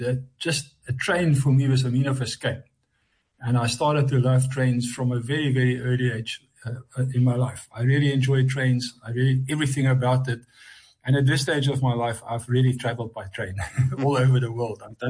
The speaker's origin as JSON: {"language": "English", "town": "Durban", "region": "KwaZulu-Natal", "country": "South Africa", "tie": "born or raised there", "said": "I grew up in Montclair in Durban, but it was a railway village within Durban, yes. And not many people from there actually went to university."}